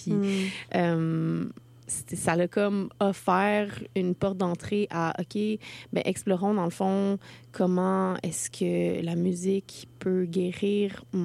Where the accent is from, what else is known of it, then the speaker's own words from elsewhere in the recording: Gatineau, Quebec, Canada; moved away as an adult; now in Montreal, Canada; J'ai grandi à Gatineau